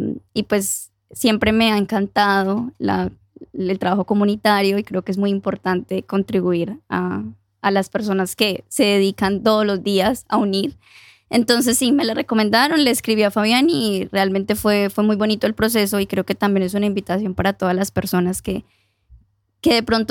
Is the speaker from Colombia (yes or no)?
yes; Eje Cafetero, Colombia; now in Norway; Tenemos una finca en Colombia. Yo soy del Eje Cafetero, no sé si lo conocen, como esta región llena de montañas, Salento. Y nuestro proyecto es traer nuestra finca aquí a Noruega.